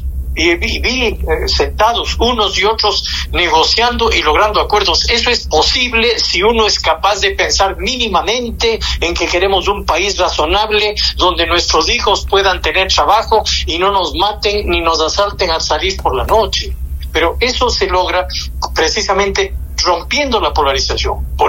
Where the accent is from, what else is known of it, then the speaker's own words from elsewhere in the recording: Ecuador; como un ecuatoriano que ha dedicado casi 40 años a dar batallas cívicas toda su vida